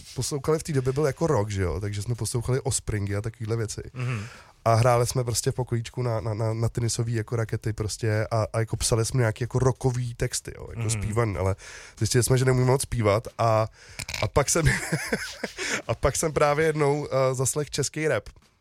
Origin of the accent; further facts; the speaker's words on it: České Budějovice, South Bohemian Region, Czechia; also born or lived in New Zealand / Indonesia; now in Prague, Czechia; Já jsem původně z Budějc, teď jsem Pražák, už asi 6 let